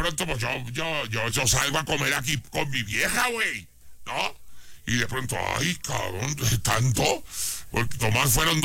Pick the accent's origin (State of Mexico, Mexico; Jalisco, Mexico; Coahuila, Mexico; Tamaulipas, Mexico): Jalisco, Mexico; Guadalajara; moved away; Me fui a mi tierra. Me fui a Guadalajara, Jalisco.